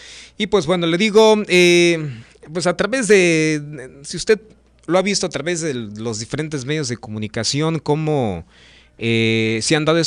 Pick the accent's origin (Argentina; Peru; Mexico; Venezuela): Mexico